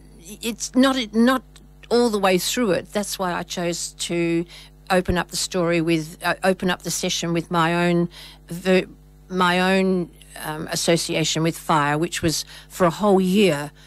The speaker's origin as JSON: {"language": "English", "area": "Swan Valley", "region": "Western Australia", "country": "Australia", "tie": "born or raised there", "also_born_or_lived": "Croatia", "said": "Well, I thought that because I'm a resident of the Swan Valley. I grew up in the Swan Valley, and I haven't, apart from going to live in Croatia for a long time, or not quite a year, I came back to the valley"}